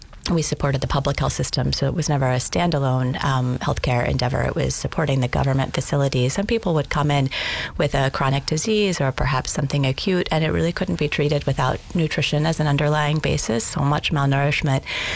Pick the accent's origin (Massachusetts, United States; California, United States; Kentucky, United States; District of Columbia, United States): Kentucky, United States; moved away as an adult; also born or lived in Southern Africa / Malawi; I'm from Eastern Kentucky, and I grew up in a family that farmed